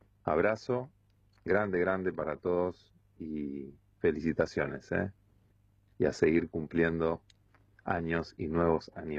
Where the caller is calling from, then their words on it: Rosario, Santa Fe, Argentina; Les hablo desde Rosario, de FM Comunitaria La Hormiga, en la Biblioteca Popular Pocho Leprati.